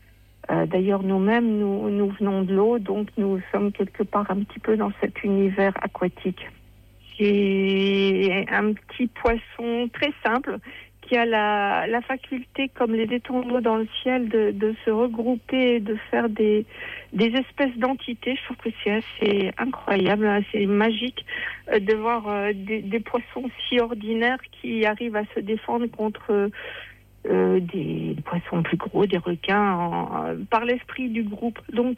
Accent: Seclin, Hauts-de-France, France; born there; Je suis une vraie nordiste, née dans le nord, à Soclin, près de Lille, et très fière d'être nordiste.

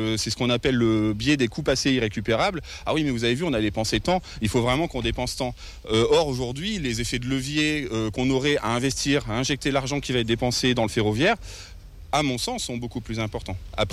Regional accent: Oisy-le-Verger, Hauts-de-France, France; also born or lived in Douai; je suis né à Douai, mais j'ai fait de 6 ans à 22 ans Oisil-le-Verger, j'ai habité ici, donc je connais bien, c'est ma coin, comme on dit.

